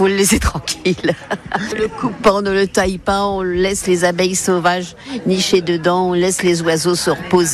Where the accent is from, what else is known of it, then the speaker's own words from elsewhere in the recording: Orbigny, Centre-Val de Loire, France; Non, je suis d'Orbigny, un petit village en haut sur le plateau.